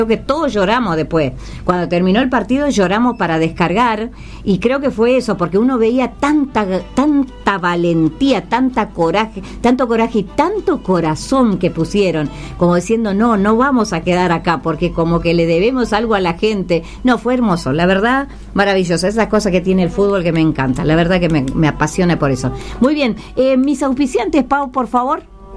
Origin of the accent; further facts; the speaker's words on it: Argentina; como argentinos, por supuesto, no podemos dejar de lado el fútbol